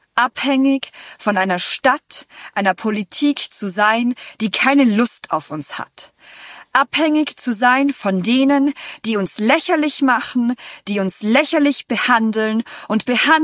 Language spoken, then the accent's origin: German; Tyrol, Austria; Ich als Tirolerin, die in diesem wunderschönen Scheißland aufgewachsen ist und eigentlich auch weiter darin leben und handeln will